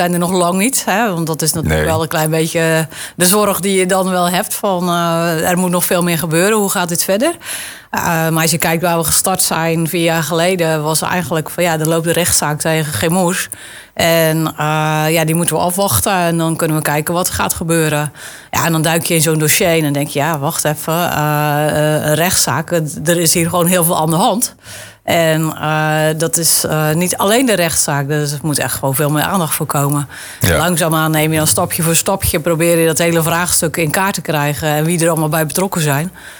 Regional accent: Zeeland, Netherlands; moved away as an adult; now in Dordrecht, Netherlands; ik kom uit Zeeuws-Vlaanderen. Ik heb 23 jaar van mijn leven in de Westerschelde rondgebracht.

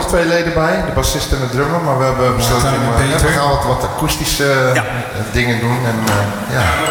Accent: Sliedrecht, South Holland, Netherlands; ik kom uit Sliedrecht.

